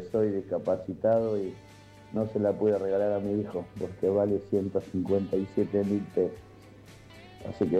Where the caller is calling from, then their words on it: Marcos Paz, Buenos Aires Province, Argentina; de Marcos Paz.